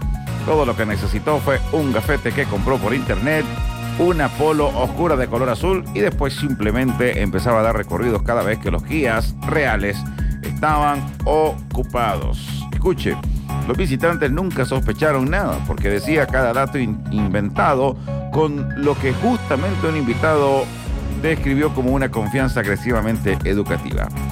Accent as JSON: {"language": "Spanish", "country": "Argentina", "said": "yo soy argentino"}